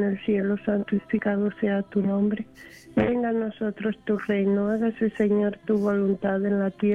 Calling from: Denver, Colorado, United States; de Denver, Colorado

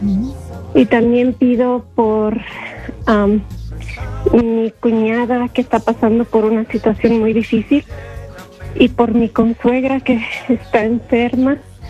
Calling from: Perris, California, United States; Estoy aquí en Perris, California.

